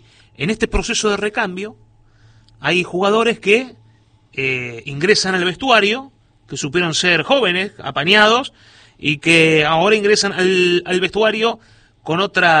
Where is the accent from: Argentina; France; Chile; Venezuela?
Argentina; como somos los argentinos, ¿no?